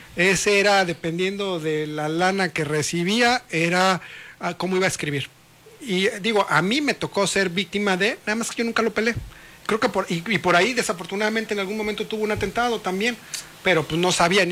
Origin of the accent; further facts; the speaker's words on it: Veracruz, Mexico; en mi tierra, donde pues, soy del sur de Veracruz, donde desafortunadamente este fenómeno está muy arraigado